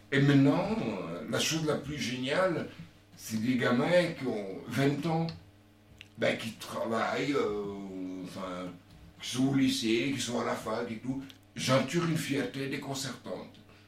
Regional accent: Toulouse, Occitanie, France; Je suis un vrai Toulousain.

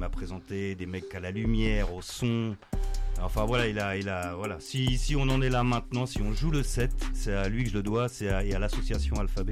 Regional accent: Paris, Île-de-France, France; now in South-West France, France; moi, je suis un Parisien du Sud-Ouest. Je suis un passeur Garonne et Seine.

